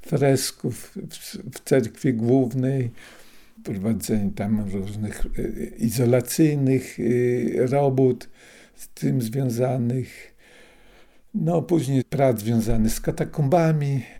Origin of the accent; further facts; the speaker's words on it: Supraśl, Podlaskie Voivodeship, Poland; born there; first language Russian; Polish is a second language